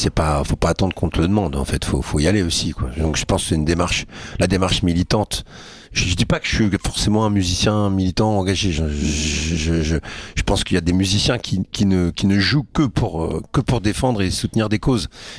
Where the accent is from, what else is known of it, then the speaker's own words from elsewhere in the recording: France; On est français. On n'a pas le droit de se dire ça nous concerne pas.